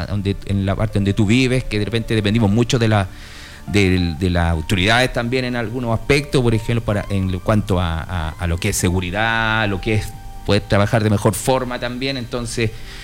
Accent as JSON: {"language": "Spanish", "town": "San Felipe", "region": "Valparaíso", "country": "Chile", "tie": "born there", "also_born_or_lived": "Panquehue", "said": "Nací en Panquehue."}